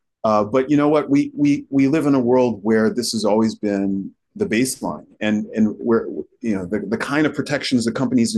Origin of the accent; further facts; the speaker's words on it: New York City, New York, United States; I grew up in New York City. My parents are Haitian immigrants. I learned to become a New Yorker and an American by way of the subway, through public parks, through the radio.